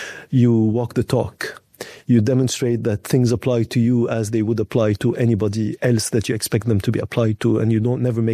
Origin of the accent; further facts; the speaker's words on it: Lebanon; moved away as an adult; also born or lived in France; So I grew up in Lebanon. At age 18, I moved to France for my university.